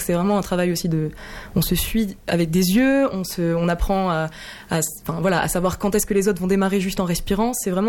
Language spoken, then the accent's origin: French; Pau, Nouvelle-Aquitaine, France; j'ai grandi à Pau, donc j'ai fait le conservatoire, et puis quand je suis partie pour faire une prépa, je suis arrivée à Boulogne-Billancourt.